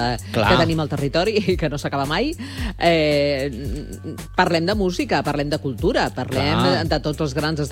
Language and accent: Catalan; Calella, Catalonia, Spain; l'Hospital del meu poble, de l'Hospital de Calella